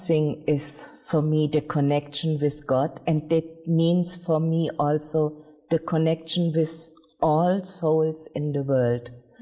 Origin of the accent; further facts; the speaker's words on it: India; I was wondering, because I was just coming from India, looking different than others.